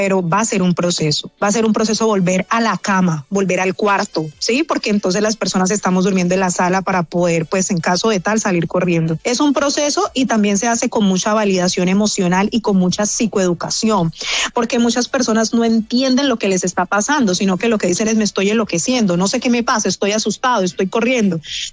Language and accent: Spanish; Chocó, Colombia